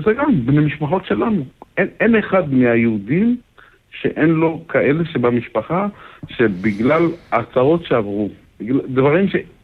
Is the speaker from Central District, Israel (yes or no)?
yes; Kfar Chabad, Central District, Israel; אני גדלתי בחב"ד.